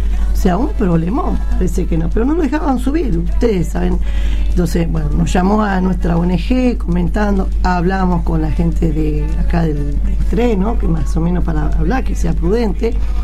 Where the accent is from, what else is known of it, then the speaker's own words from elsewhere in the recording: Villa Celina, Buenos Aires Province, Argentina; Yo vengo de Villa Celina